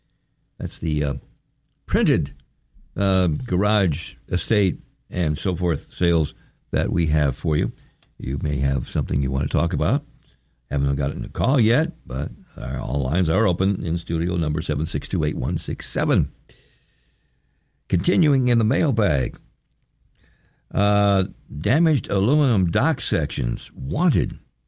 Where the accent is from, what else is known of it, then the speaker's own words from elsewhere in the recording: Michigan, United States; Never sure, because I'm from Michigan. See, so I have no Scandinavian background in my blood at all.